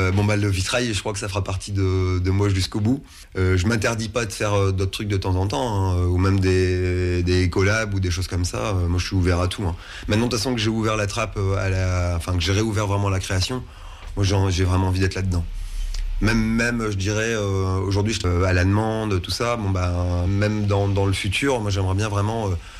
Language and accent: French; Hauts-de-France, France; Là, c'était beaucoup plus proche de chez moi parce que je suis du Nord.